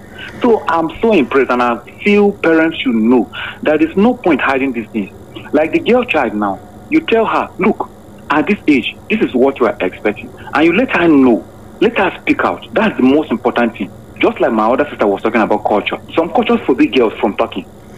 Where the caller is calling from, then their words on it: Makurdi, Benue, Nigeria; I'm calling from Manor Quarters here in Makurdi.